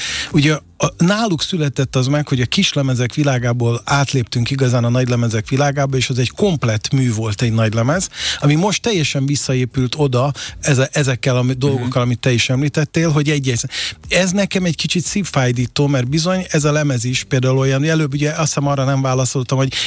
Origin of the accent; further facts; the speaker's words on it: Budapest, Hungary; Angyalföldi vagyok, arra utalt a név.